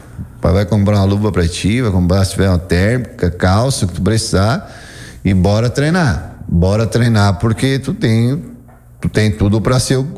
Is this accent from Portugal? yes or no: no; Turvo, Brazil; sou natural do Turvo